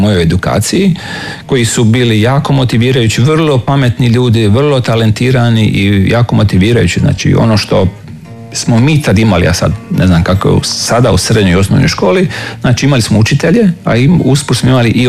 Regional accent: Svinišće, Split-Dalmatia County, Croatia; Rođen sam u Splitu, pa spodne ili u Svinišće.

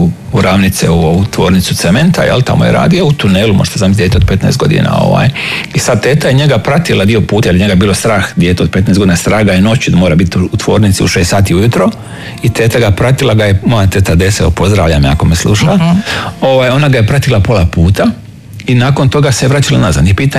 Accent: Svinišće, Split-Dalmatia County, Croatia; Rođen sam u Splitu, pa spodne ili u Svinišće.

